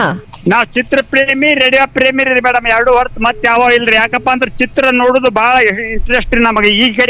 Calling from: Vijayapura, Karnataka, India; ನಾವು ವಿಜಯಪುರದಿಂದ ಬಂದೆ

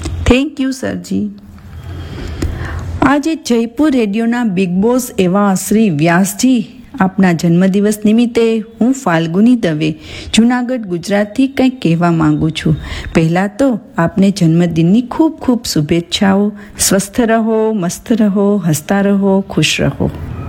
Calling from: Junagadh, Gujarat, India; मैं जूनागढ़ गुजरात से … बोल रही हूँ।

